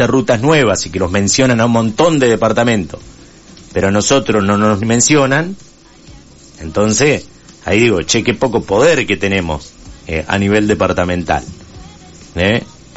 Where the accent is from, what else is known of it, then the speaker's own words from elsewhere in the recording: Entre Ríos, Argentina; now in Urdinarrain, Argentina; Pero yo vivo en Urdinarrain